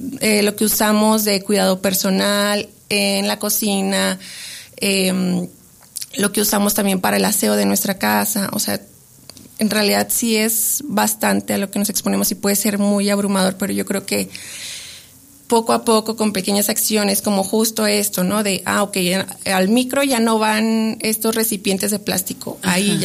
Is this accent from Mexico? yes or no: yes; Mexico; como mexicanos y mexicanas, pues tenemos muy arraigado el...